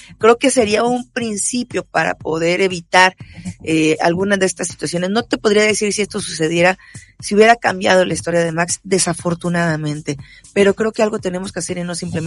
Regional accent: Mexico; now in United States

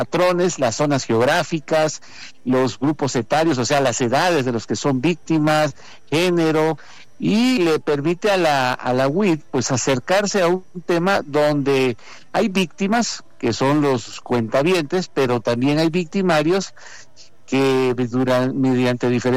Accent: Mexico; como muchas mexicanas y mexicanos

